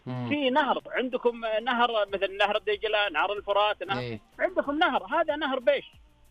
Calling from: Saudi Arabia; أنا أكلمك الآن من وادي إركان

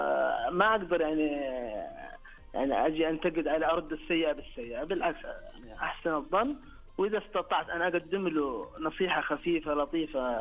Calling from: Al Qunfudhah, Makkah Province, Saudi Arabia; من مدينة القنفذ.

